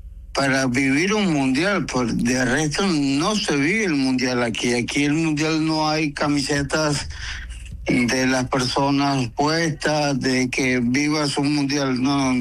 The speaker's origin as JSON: {"language": "Spanish", "country": "Colombia", "said": "yo como colombiano"}